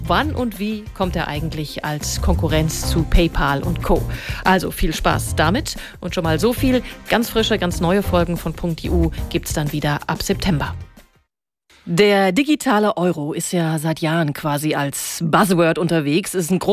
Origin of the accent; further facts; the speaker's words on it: Frankfurt, Hesse, Germany; Aber ich komme ja aus Frankfurt, das konntest du wissen. Aber ich erinnere mich noch, wie ich so als Teenie da stand, rund um die EZB am Mainufer